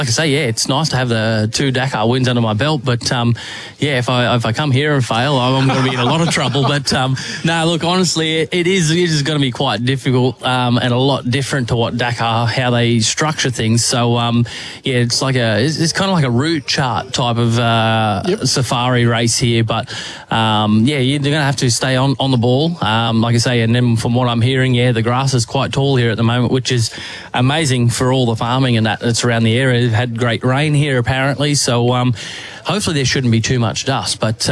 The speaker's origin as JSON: {"language": "English", "town": "Hillston", "region": "New South Wales", "country": "Australia", "tie": "born or raised there", "said": "It's I'm born and raised as a country kid, and yep. Like I say, I'm still a little far from here where I grew up in Hillston and everything"}